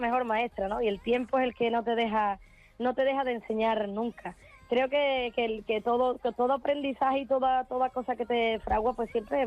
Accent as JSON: {"language": "Spanish", "region": "Andalusia", "country": "Spain"}